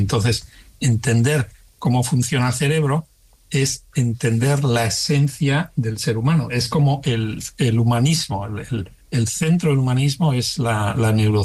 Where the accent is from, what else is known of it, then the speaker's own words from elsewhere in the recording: Spain; moved away as an adult; now in United States; Uno de los rasgos quizá que me define, yo soy español de pura cepa y pues eso, buen futbolero y madridista además.